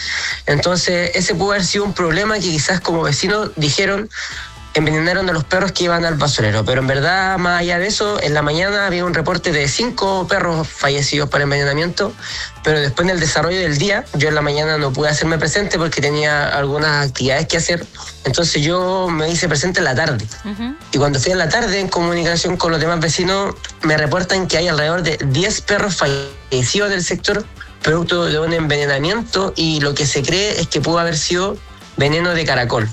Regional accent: Caicay, Chile; Y pasó justamente que yo soy del sector de Caicay.

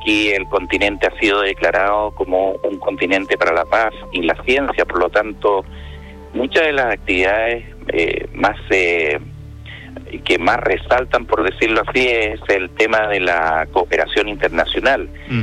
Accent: Chile

